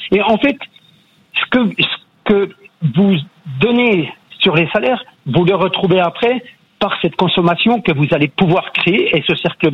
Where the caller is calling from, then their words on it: Besançon, Bourgogne-Franche-Comté, France; Besançon.